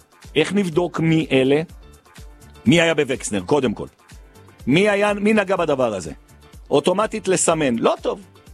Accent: Jerusalem, Jerusalem District, Israel; אנחנו גבעת מסועה. טוב, זה, כולנו פה ירושלמים

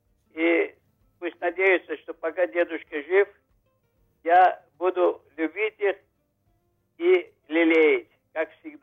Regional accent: Baku, Azerbaijan; я из Баку, из Азербайджана.

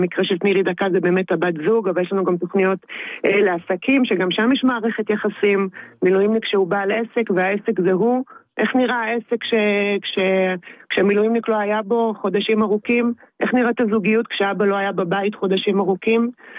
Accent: Jerusalem, Jerusalem District, Israel; moved away as an adult; also born or lived in Vered Yeriho; now in northern Israel; אנחנו במקור ירושלמים, מירושלים, וב-20 שנה האחרונות גרנו בצפון ים המלח, במושב ורד יריחו.

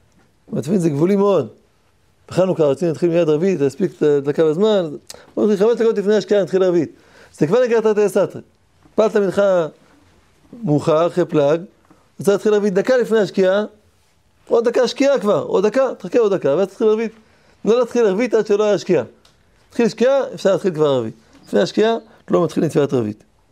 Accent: Tel Aviv, Tel Aviv District, Israel; אני גדלתי בתל אביב

